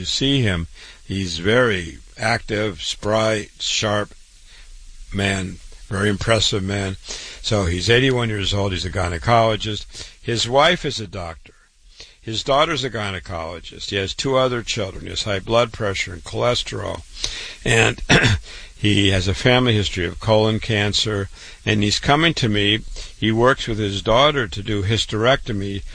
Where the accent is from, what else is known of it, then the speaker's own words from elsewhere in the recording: Waterloo, Iowa, United States; Born and raised in Waterloo, Iowa, board certified, triple board certified, went to public school, university, MD at 25